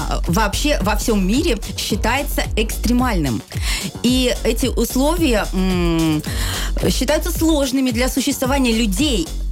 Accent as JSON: {"language": "Russian", "town": "Murmansk", "region": "Murmansk Oblast", "country": "Russia", "said": "я из Мурманска, а у нас полярный день"}